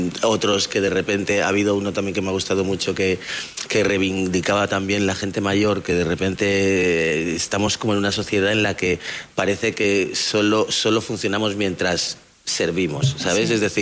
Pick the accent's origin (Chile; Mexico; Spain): Spain; Balearic Islands; born there; Yo nací en Mallorca, mi Ajá. familia es de Guinea Ecuatorial